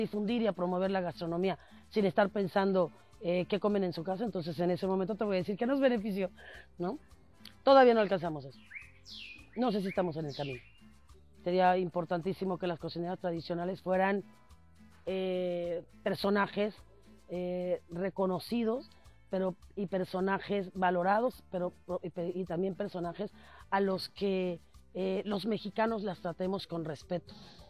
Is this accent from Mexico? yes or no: yes; Mexico; todo reconocimiento te permite darte cuenta como mexicano que, porque a veces perdemos eso, perdemos esa, la conciencia de que estamos en un gran país con una diversidad impresionante en todos los sentidos, y a veces como mexicano nosotros no lo valoramos.